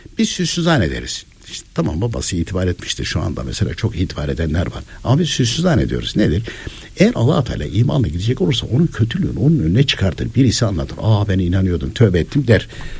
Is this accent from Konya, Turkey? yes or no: yes; Konya, Turkey; ben de kendim Konyalıyım.